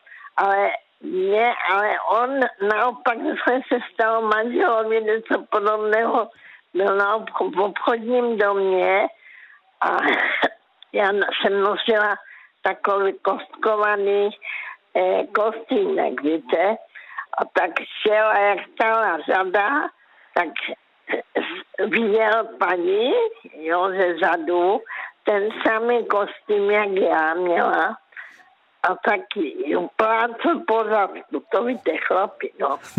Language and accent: Czech; Karolinka, Zlín Region, Czechia; já pocházím z Karolinky